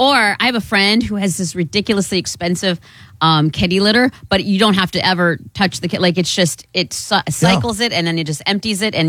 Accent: Iowa, United States; now in Buffalo, United States; When I moved to Buffalo from Iowa and they saw my brown skin, I don't know why or what, but everybody just assumed I was Puerto Rican.

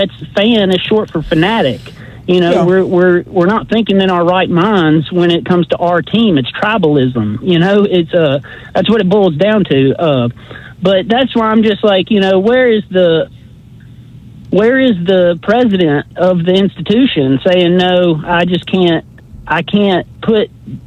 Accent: the South, United States; born or raised there

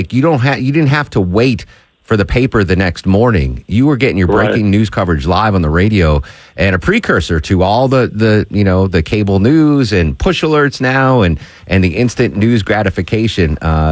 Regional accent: Connecticut, United States; because I'm from Connecticut, we got to do special coverage.

